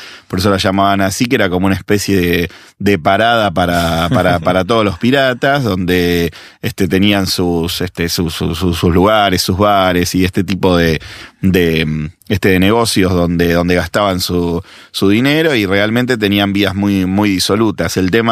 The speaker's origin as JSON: {"language": "Spanish", "country": "Argentina", "said": "Hace poco vi una serie filmada en mi país, en Argentina"}